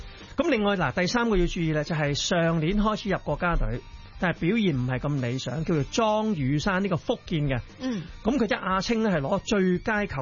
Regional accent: Hong Kong; 我哋香港人

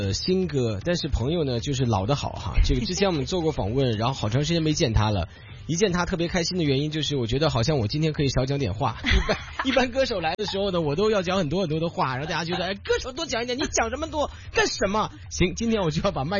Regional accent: Beijing, China; accent: Beijing accent; now in Hong Kong; 就是我生活状态是肯定是讲的北京腔

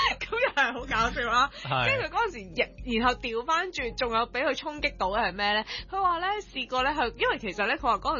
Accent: Hong Kong; 我哋香港人即係中國人啊嘛，出街食飯一定係飲茶，

